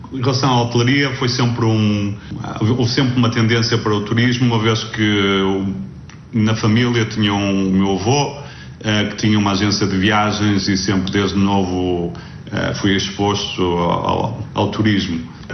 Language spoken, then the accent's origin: Portuguese; Portugal; moved away; Portanto, saí de Portugal em 95 e até agora estou sempre no mesmo ramo.